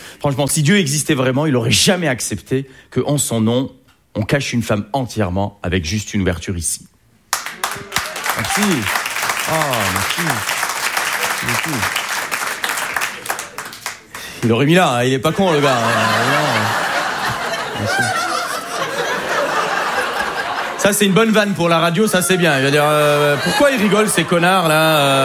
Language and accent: French; Algeria; Je suis algérien.